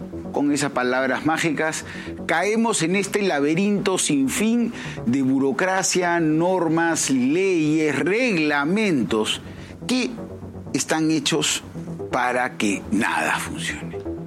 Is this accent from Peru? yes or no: yes; Peru; recortar nuestras posibilidades como peruanos para crecer, para salir adelante